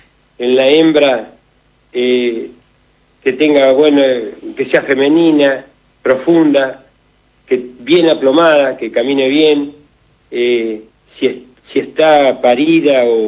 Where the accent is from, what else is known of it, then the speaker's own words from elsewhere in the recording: Benito Juárez, Buenos Aires Province, Argentina; also born or lived in Necochea; Mirá, yo nací en Necochea, una familia trabajadora, y a los 8 años a mi padre lo trasladan a Juárez, y bueno, a un campamento de vialidad, él trabajaba en vialidad.